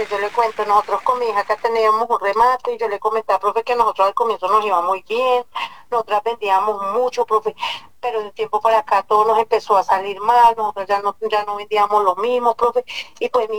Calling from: Palocabildo, Tolima, Colombia; Por eso lo estoy llamando acá desde Palo Cabildo, Tolima.

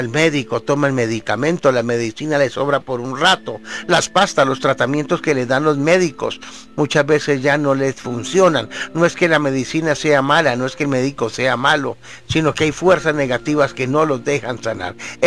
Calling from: Saboyá, Boyacá, Colombia; soy del municipio de Saboyá, Boyacá.

